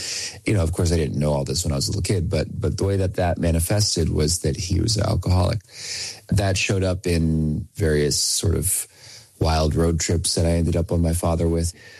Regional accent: Oakland, California, United States; also born or lived in Minnesota; Well, I was born in Minnesota, but we moved to the Bay Area when I was about 3 years old. And so I really sort of formed a consciousness around my father in Oakland, California.

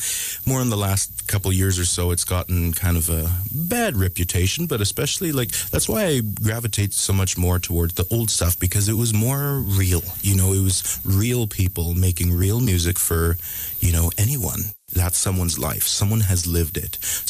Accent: Sucker Creek, Alberta, Canada; That's, you know, I'm from Sucker Creek, but Big Stone is, I have lots of family from there.

